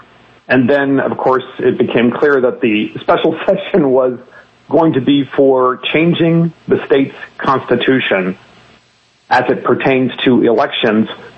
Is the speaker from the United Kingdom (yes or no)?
no; Baltimore, Maryland, United States; I do represent Calvert County, but I was born and raised in Baltimore. I'm very proud of that, I'm very proud of being a Baltimore boy.